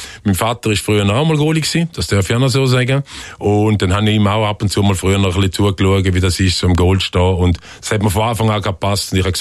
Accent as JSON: {"language": "German", "town": "Frauenfeld", "region": "Thurgau", "country": "Switzerland", "tie": "born or raised there", "said": "Ich bin hier in der Nähe von Winterthur aufgewachsen, im Frauenfeld."}